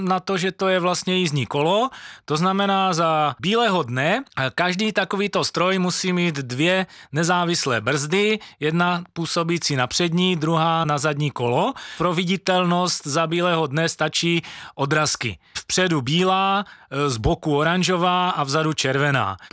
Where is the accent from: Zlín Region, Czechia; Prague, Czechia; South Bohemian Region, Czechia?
Zlín Region, Czechia; Zlín; já jsem tady rodilý Zlíňák, Moravák